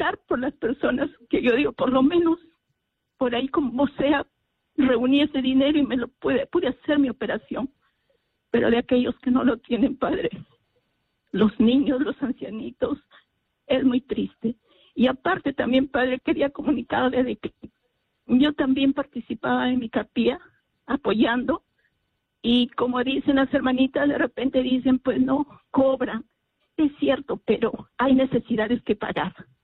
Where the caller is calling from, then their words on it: Lima, Peru; de San Juan del Lurigancho.